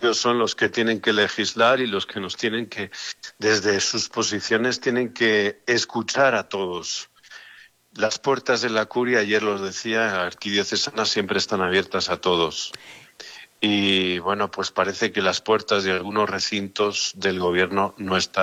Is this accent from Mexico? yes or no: yes; Mexico; Y ahora vendrá el día del grito y todos somos eufóricos y uh-huh. todos somos mexicanos